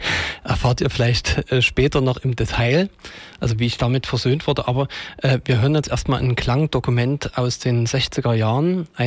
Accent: Leipzig, Saxony, Germany; allerliebste Stadt ist natürlich meine Heimatstadt Leipzig.

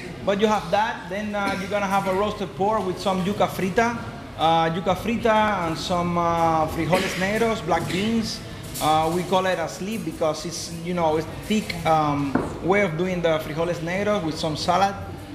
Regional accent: Havana, Cuba; English is a second language; I'm coming from Havana, I'm living in Havana, I'm coming from a, you know, a rough kind of a context

